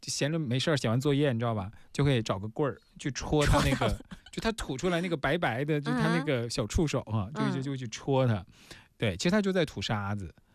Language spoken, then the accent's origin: Chinese; Weihai, Shandong, China; 我从小就是长在海边